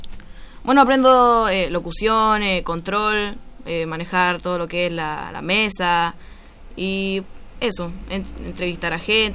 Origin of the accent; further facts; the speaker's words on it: Dichato, Biobío, Chile; Yo soy de Dichato.